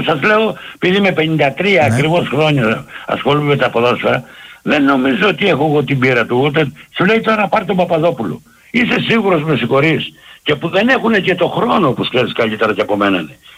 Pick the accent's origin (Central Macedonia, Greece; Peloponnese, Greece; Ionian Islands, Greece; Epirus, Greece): Peloponnese, Greece